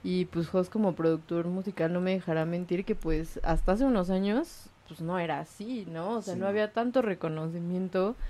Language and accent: Spanish; Tlalnepantla, State of Mexico, Mexico; moved away; yo soy de Tlane, representando a Tlane y yo.